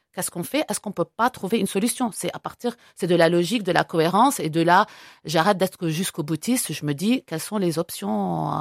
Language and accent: French; Lebanon; ben nous en tant que Libanais, on trouve ça bien de reprendre cette chose-là.